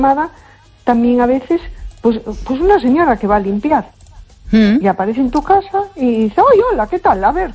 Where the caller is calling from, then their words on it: A Coruña, Galicia, Spain; de Coruña.